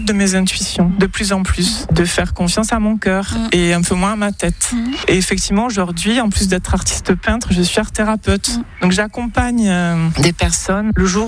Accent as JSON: {"language": "French", "town": "Bayonne", "region": "Nouvelle-Aquitaine", "country": "France", "said": "j'ai 48 ans et je suis de Bayonne."}